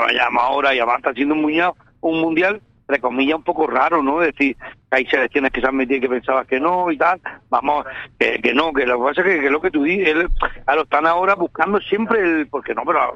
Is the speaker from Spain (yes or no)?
yes; Spain; ¿Y ya no somos españoles?